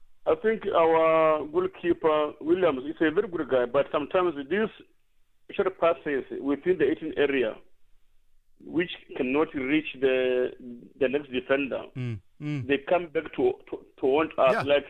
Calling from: Limpopo, South Africa; I'm calling from Limpopo in Zanine.

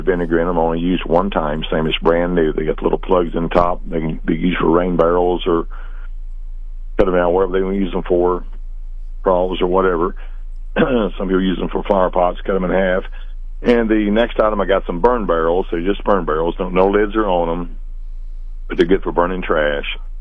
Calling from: Sweet Springs, Missouri, United States; Over by Sweet Springs.

